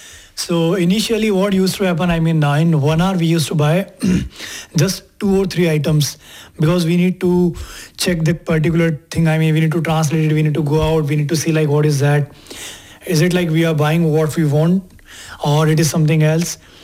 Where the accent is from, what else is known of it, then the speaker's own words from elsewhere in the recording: Rajasthan, India; moved away as an adult; now in Germany; the second song which I got it here is from my hometown. It's a cheerful song from Rajasthan